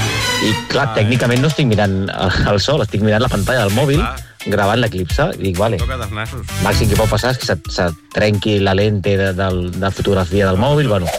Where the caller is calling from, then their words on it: Sant Quirze del Vallès, Catalonia, Spain; de Sant Quirze.